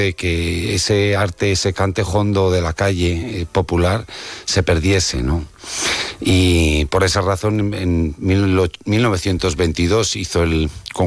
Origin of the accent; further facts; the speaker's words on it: Spain; y que luego nos da mucha esencia de lo que somos como españoles